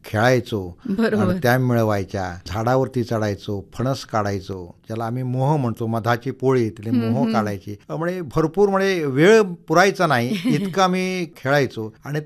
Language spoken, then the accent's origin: Marathi; Ringane, Maharashtra, India; रत्नागिरी जिल्ह्यातल्या लांजा तालुक्यातील सह्याद्री पायथ्याशी असलेल्या रिंगणे गावात माझा जन्म झाला. ज्या काळात माझा जन्म झाला त्यावेळेला गाव अक्षरशः बेटासारखं होतं.